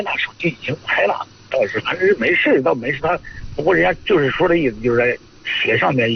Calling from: Yuncheng, Shanxi, China; 我是运城盐湖区的。

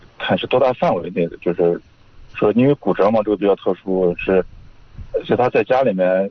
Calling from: Yanhu District, Shanxi, China; 就是盐湖区的。

